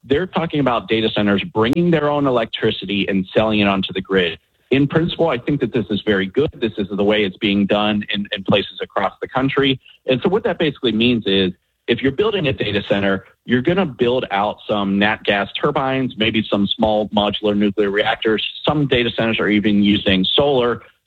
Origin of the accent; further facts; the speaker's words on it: Ohio, United States; So I remember growing up in Northeast Ohio, there was this idea of energy production that would be coming there. And this was very exciting in Northeast Ohio and Youngstown, Ohio, because we had been losing jobs for so long.